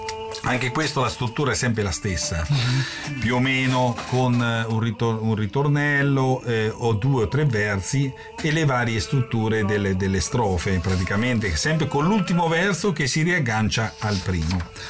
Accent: Perugia, Umbria, Italy; Veniamo noi da Perugia

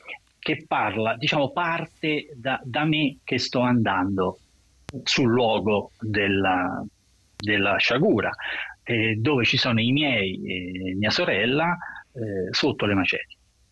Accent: Pescara del Tronto, Marche, Italy; A Pescara del Tronto, che poi è il mio paese d'origine

